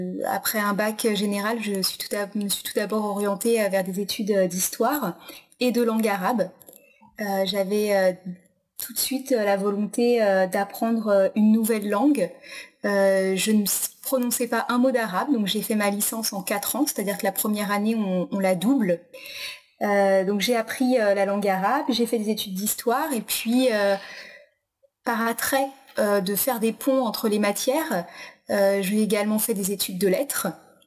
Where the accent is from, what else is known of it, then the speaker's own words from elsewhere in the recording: Brittany, France; moved away as an adult; now in Tours, France; Alors donc je suis de Bretagne, originaire de Bretagne, ma famille vit en Bretagne